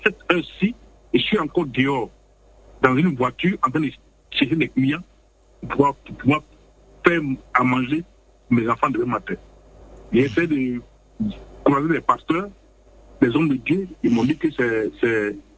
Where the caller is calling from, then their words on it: Abidjan, Côte d’Ivoire; Et je suis à Abidjan, je suis partout.